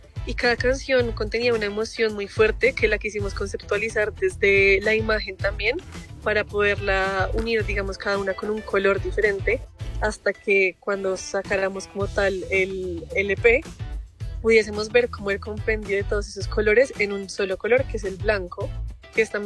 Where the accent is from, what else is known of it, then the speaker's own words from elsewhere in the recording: Bogotá, Colombia; Soy de Bogotá, de Colombia, como nos contaba Joan.